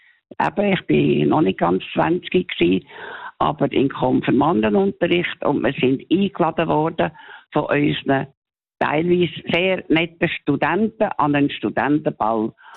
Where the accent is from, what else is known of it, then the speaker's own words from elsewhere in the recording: Zurich, Switzerland; Und ich bin in Oberstrasse aufgewachsen.